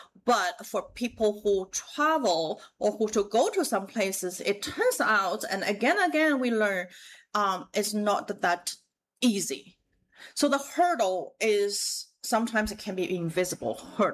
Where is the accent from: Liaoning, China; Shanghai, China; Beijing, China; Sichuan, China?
Shanghai, China; moved away; My father got rejected 40 times, and we come from Shanghai.